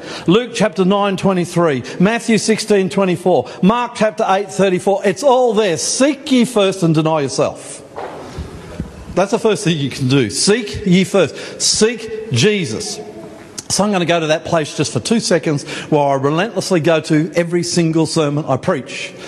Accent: Brisbane, Queensland, Australia; now in Sydney, Australia; I'm from Brisbane, for better or worse. I said to you the other day, I kind of feel like my hometown now is Sydney.

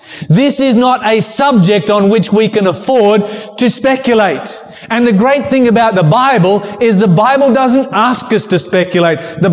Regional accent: Glen Huon, Tasmania, Australia; also born or lived in Sandfly; I was a kid growing up in Glen Huon, or it might have been after I moved up to Sandfly. I can't remember which exactly.

